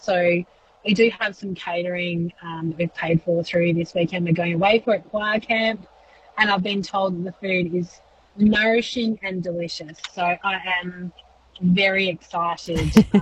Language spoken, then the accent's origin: English; Northampton, Western Australia, Australia; I grew up in Northampton